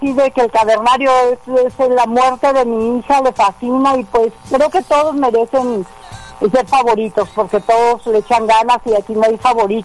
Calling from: Tuxtla Gutiérrez, Chiapas, Mexico; Aquí en Tuxtla Gutiérrez

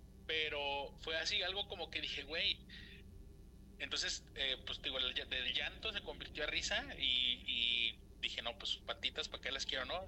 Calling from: Guadalajara, Jalisco, Mexico; De aquí, de Guadalajara, del merito Huentitán el Bajo.

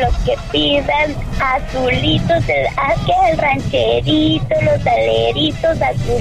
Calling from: Mexico; Soy de Vistas del Norte.

